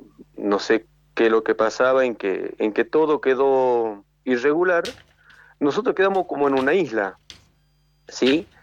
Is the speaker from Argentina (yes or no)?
yes; Los Toldos, Salta, Argentina; tengo la suerte de ser de acá del lugar. Soy del Perú Toldo.